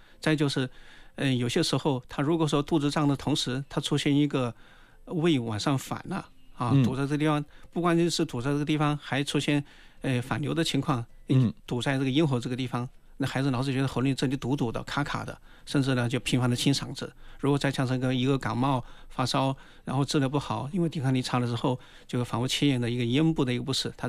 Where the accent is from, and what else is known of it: China